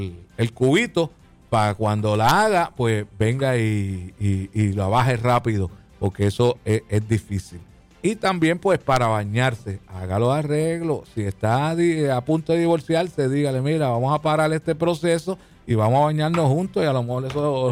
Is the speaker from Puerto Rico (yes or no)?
yes; Puerto Rico; nosotros somos boricuas